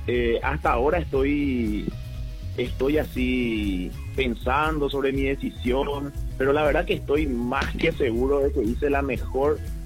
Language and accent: Spanish; Ciudad del Este, Alto Paraná, Paraguay; Yo soy de Ciudad del Este, vengo del barrio La Victoria, nací y crecí en el barrio La Victoria. Y actualmente estoy viviendo en el barrio San José.